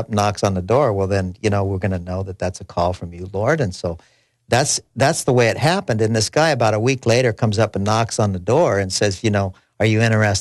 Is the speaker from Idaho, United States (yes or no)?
no; Seattle, Washington, United States; You know, we're originally from Seattle, Washington, and I was born in Seattle, and my parents, you know, were just a regular American family up there in the Pacific Northwest.